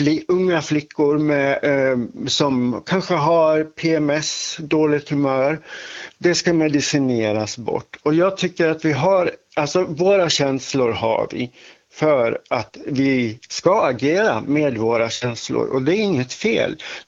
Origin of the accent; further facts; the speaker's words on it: Dalarna County, Sweden; accent: Västerdalarna dialect; jag kommer från Dalarna så jag och pratar västerdalska